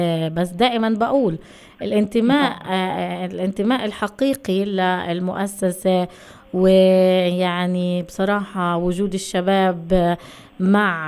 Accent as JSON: {"language": "Arabic", "country": "Palestine", "said": "لأنه النجاح هو نجاحنا إحنا كشباب فلسطيني وكشباب ذوي إعاقة."}